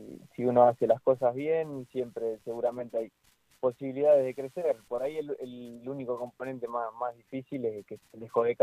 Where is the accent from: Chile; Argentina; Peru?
Argentina; Ramallo, Buenos Aires Province; moved away as an adult; now in near Florence, Italy